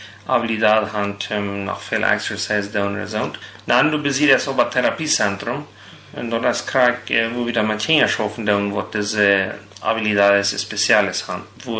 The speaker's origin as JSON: {"language": "German", "region": "Chihuahua", "country": "Mexico", "tie": "born or raised there", "also_born_or_lived": "Rubio, Chihuahua", "said": "Ich bin in Rubio geboren, so dass du von Coctemoc 40 Kilometer nur Norden. Ja, du sind ich dann auf der Swift-Kolonie abgewachsen"}